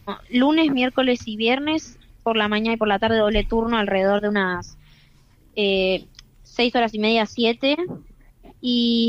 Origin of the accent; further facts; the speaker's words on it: Pilar, Buenos Aires Province, Argentina; soy de Pilar.